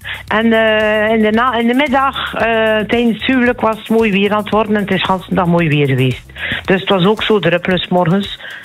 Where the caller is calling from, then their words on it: Ledegem, Flanders, Belgium; Wij wonen in Ledenhem